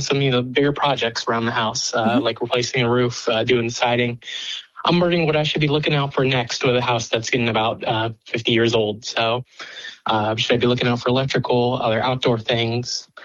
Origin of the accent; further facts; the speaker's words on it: Atlanta, Georgia, United States; I'm from Atlanta.